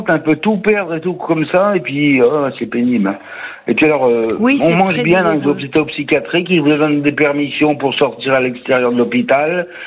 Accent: Grenoble, Auvergne-Rhône-Alpes, France; moved away as an adult; now in Lyon, France; je suis originaire de Grenoble, mais je suis arrivé à Lyon après le service militaire pour travailler

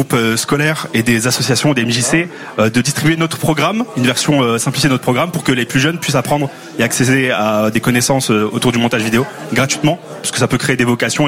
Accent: Nancy, Grand Est, France; j'ai pris ce pari de rester dans ma ville natale, parce que j'y suis attaché.

